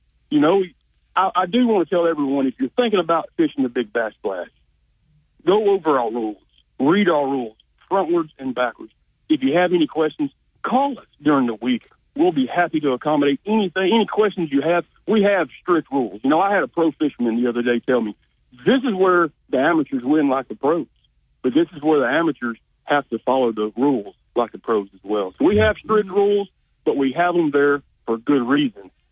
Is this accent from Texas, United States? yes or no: yes; Hemphill, Texas, United States; I'm from Hemphill, Texas. You know, born and raised there.